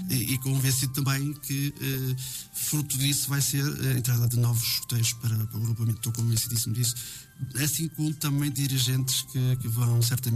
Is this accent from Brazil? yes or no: no; Paredes, Norte, Portugal; now in Boim, Portugal; eu sou de Paredes, vivo em Boim e estou nos Futeiros de Silvás